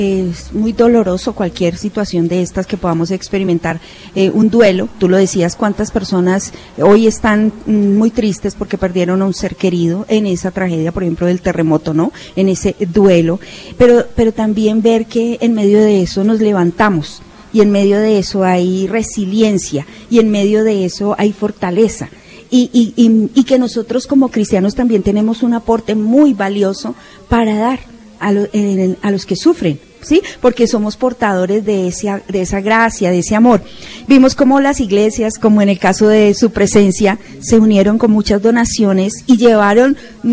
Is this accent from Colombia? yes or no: yes; Colombia